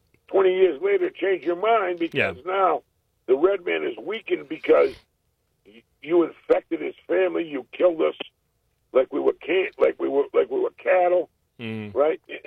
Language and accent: English; United States; not to mention the fact I'm Native American, so...